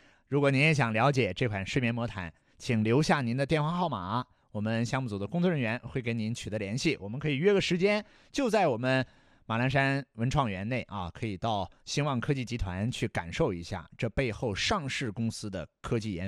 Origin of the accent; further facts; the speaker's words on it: Northeast China, China; moved away as an adult; now in Hunan, China; 我在东北长大，但是现在我已经是湖南人了，在湖南的年头，我看看，哎呦，是不是都已经超过在东北的年头了？